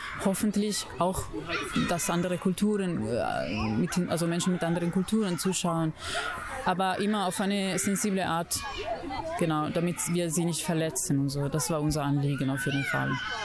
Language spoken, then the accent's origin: German; Italy; Wir sind alle aus verschiedenen Ländern. Ich bin aus Italien